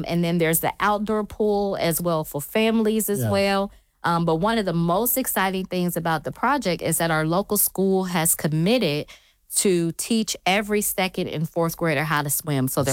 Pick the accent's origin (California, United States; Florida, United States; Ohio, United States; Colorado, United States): Ohio, United States; Lima; growing up in Lima, we were a city to where people say where you're from and we say Lima.